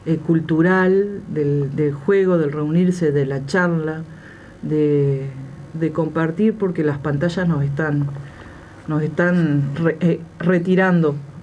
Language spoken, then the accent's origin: Spanish; Cerro Largo, Uruguay; como uruguayos y uruguayas y como cerrolarguenses.